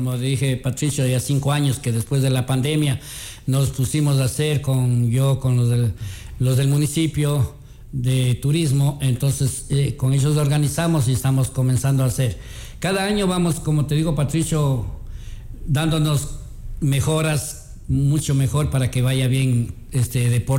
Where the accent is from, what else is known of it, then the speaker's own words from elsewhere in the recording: Ecuador; Como montañeros libres, como ecuatorianos, sí podemos.